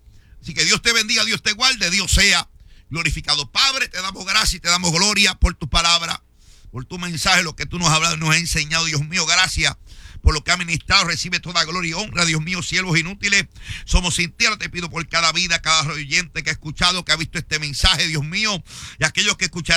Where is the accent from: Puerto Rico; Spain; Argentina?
Puerto Rico; como dicen en mi país Puerto Rico